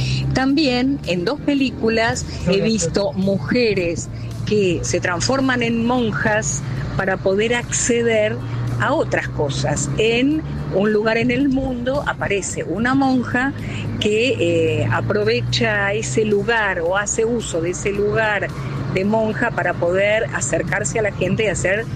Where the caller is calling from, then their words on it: Buenos Aires, Argentina; de Villa Pueyrredón.